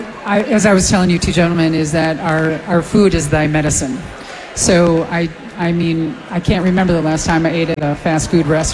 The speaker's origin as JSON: {"language": "English", "region": "Minnesota", "country": "United States", "said": "And of course, I'm from Minnesota, so I was there for Ganya in the AWA days, was the best."}